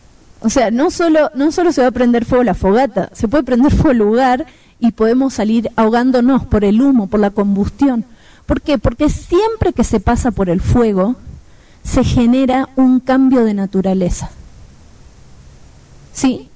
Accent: Argentina; moved away as an adult; now in Bolivia; Como verán, soy argentina o gaucha, como algunos de ustedes están pensando dentro de su cabeza. Vivo hace 12 años en Bolivia, pero no se me fue el tono de voz. Somos pastores

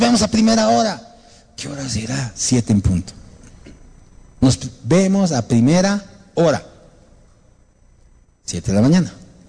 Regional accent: Bolivia; Nosotros mismos acá en Bolivia, a pesar que todos somos bolivianos

